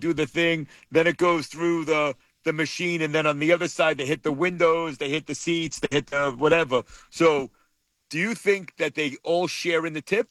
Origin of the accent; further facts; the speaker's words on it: Brooklyn, New York, United States; Wendy, I'm from Brooklyn, Staten Island. We tipped the toll booth collector.